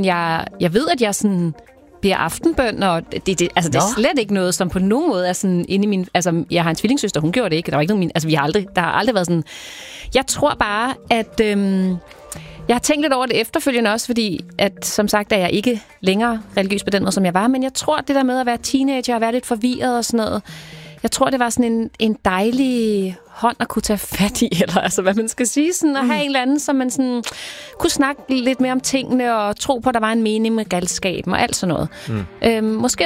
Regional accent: Skovshoved, Capital Region of Denmark, Denmark; jeg voksede op i Skovshoved.

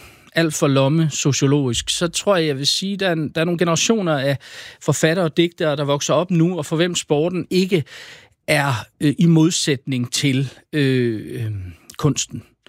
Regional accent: Aarhus, Central Denmark Region, Denmark; jeg er aarhusianer

